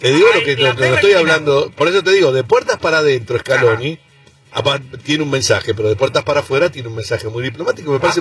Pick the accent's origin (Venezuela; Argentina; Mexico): Argentina; Soy argentino y conozco nuestra mentalidad. Nosotros no nos rendimos nunca, Tate.